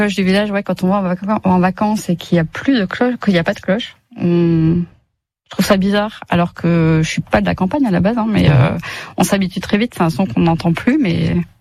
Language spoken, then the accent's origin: French; Creutzwald, Grand Est, France; Oui, de Creutzwald.